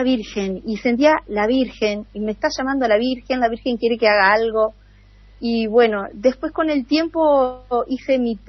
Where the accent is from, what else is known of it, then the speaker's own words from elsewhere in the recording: Santo Tomé, Santa Fe, Argentina; soy de Santo Tomé, Santa Fe … mamá de tres chicos y un nieto